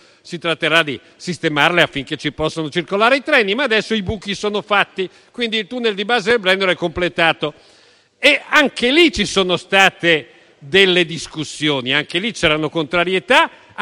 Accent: Trentino-Alto Adige, Italy

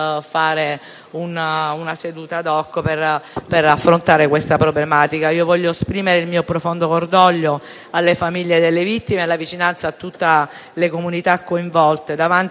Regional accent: Calabria, Italy; Quanto accaduto ovviamente ad Almendolare in Calabria, nella mia terra, ha scosso profondamente la mia coscienza

